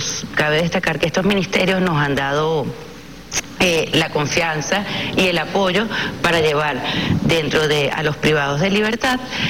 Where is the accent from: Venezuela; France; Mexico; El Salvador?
Venezuela; somos venezolanos